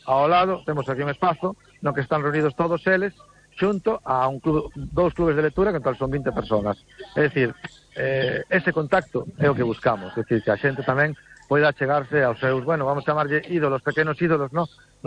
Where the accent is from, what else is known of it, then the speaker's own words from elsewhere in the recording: Bañobre, Galicia, Spain; se o digo polo meu pueblo, ¿no? Bañobre, quer decir, non somos nin concello, temos unha verbena, ¿no?